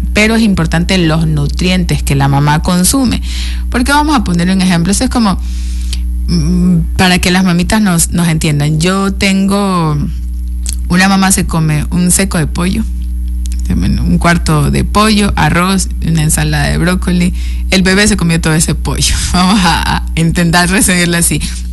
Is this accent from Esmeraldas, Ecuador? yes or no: yes; Esmeraldas, Ecuador; moved away; Yo soy de Esmeraldas. En mi tierra se da mucha agua de coco a una posparto.